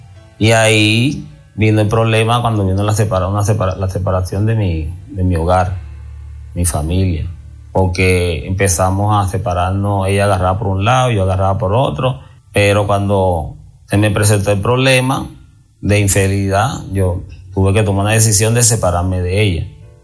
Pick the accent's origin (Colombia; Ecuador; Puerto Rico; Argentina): Colombia; moved away as an adult; now in Venezuela; Yo vine de Colombia hacia Venezuela con un propósito de trabajar, de emprender, de seguir adelante.